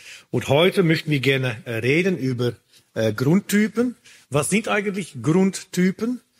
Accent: Netherlands; German is a second language; ich bin Biologe, ich bin Molekularbiologe. Ursprünglich komme ich aus Holland, in Niederlanden eigentlich, da habe ich auch studiert

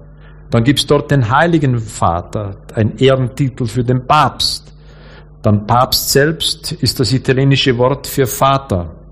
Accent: Austria; ich komme aus Österreich.

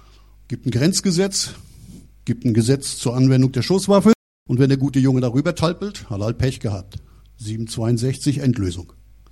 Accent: Mecklenburg-Vorpommern, Germany; In der DDR war er dann noch gründlicher und ich komme aus dem Bezirk Rostock und der war noch gründlicher und ich komme vom Darß und der war richtig gründlich.

